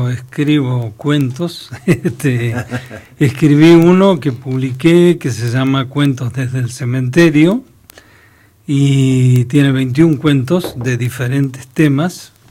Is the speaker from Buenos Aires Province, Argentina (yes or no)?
no; Caleta Olivia, Santa Cruz, Argentina; also born or lived in Comodoro Rivadavia; Yo soy nacido en Comodoro Rivadavia y criado en Caleta Olivia, cuando Caleta tenía 5.000 habitantes.